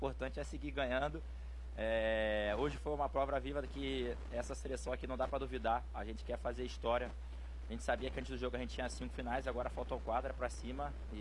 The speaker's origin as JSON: {"language": "Portuguese", "country": "Brazil", "said": "Deu orgulho de ser brasileiro, pô, demais."}